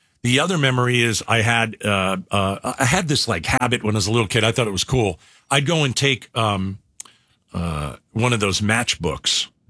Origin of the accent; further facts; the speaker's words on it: United States; I'm from the New York, New Jersey